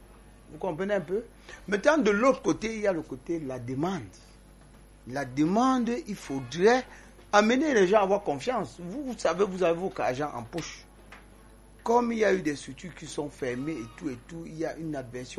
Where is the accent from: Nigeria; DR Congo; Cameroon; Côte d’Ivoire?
Cameroon; chez nous au Cameroun